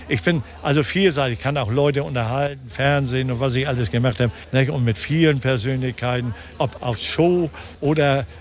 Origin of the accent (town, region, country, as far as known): Hamburg, Germany